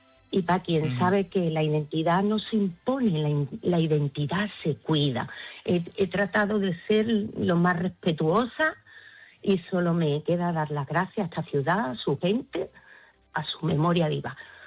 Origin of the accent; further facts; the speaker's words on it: Ceuta, Spain; Ceuta, mi tierra